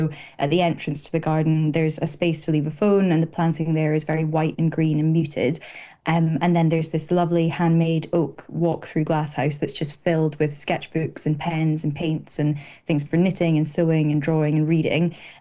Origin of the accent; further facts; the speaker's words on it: Scotland, United Kingdom; now in London, United Kingdom; growing up in the Northeast